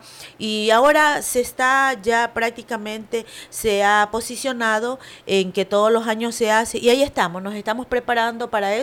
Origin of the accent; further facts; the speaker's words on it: Manta, Manabí, Ecuador; born there; also born or lived in San Lorenzo, Manabí, Ecuador; Entonces, yo terminé mi educación primaria aquí.